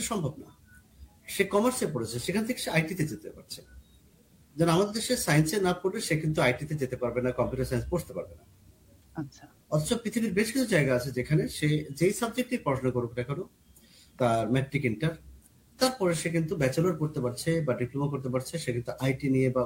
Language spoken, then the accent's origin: Bangla; Kushtia, Khulna Division, Bangladesh; আমার বাড়ি কুষ্টিয়া